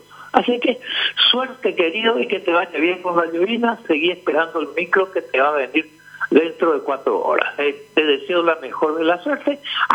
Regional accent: Paraguay; Primero sos paraguayo

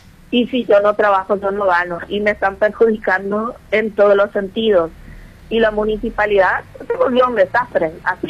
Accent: Ciudad del Este, Alto Paraná, Paraguay; born there; soy de Ciudad del Este, nací aquí en kilómetro 9 Mondal

